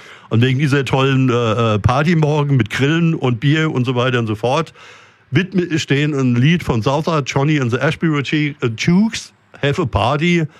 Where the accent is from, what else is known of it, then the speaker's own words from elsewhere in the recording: Mörfelden-Walldorf, Hesse, Germany; ich komme ja aus Merfelden-Walldorf, Stadtteil Merfelden.